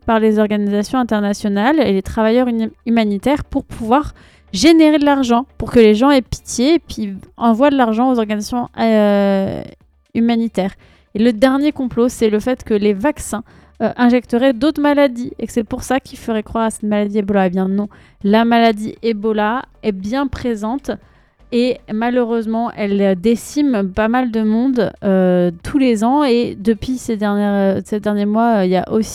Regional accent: France; accent: French; vous l'entendez à mon accent, je suis française.

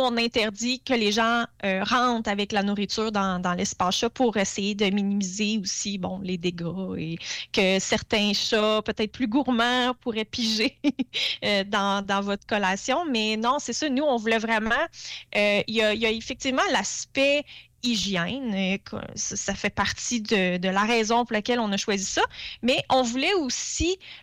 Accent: Saint-Gilles, Quebec, Canada; nous, on vient de la ville de Saint, on vient ben, du village de Saint-Gilles à Lebinière.

